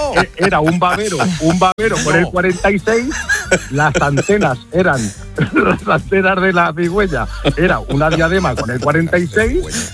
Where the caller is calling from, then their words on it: Cuenca, Castilla-La Mancha, Spain; Pues yo soy de Cuenca